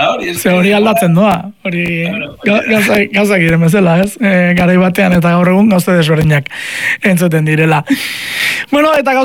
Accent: Canary Islands, Spain; Eta, nik kanariarra naiz

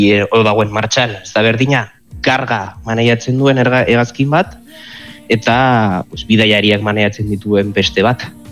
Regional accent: Vitoria-Gasteiz, Basque Country, Spain; also born or lived in San Sebastián; ze ni Donostiarraz jaiotzez, eta 2001 Gasteizera jo nintzen.

